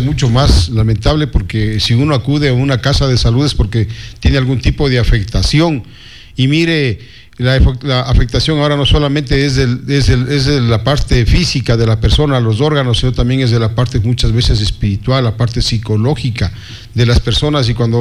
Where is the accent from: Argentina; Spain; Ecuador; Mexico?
Ecuador; Yo veo realmente como ecuatoriano